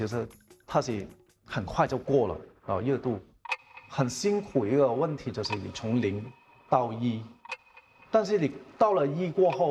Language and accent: Chinese; Hong Kong; moved away as an adult; 今年35岁，我是一个土生土长的香港人。我过来之前呢，我是在香港做金融股票的。